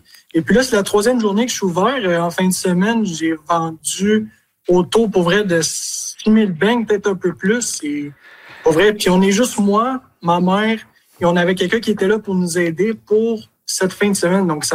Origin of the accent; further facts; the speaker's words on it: Montreal, Quebec, Canada; now in Bonaventure, Canada; Ben moi, dans le fond, je viens littéralement de Montréal. Donc, Montréal, du sud.